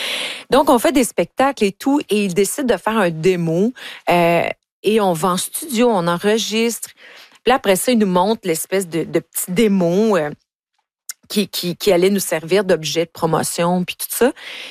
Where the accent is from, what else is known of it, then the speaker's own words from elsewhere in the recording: Ontario, Canada; moved away; moi, je viens de l'Ontario.